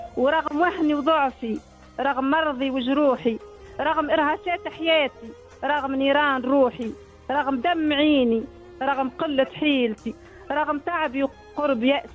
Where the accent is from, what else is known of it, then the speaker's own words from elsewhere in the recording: Tunisia; born there; مسقط رأسي مليك